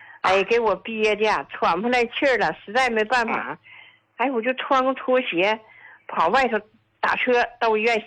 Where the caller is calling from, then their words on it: Yingkou, Liaoning, China; 我是来自辽宁，就是营口的患者。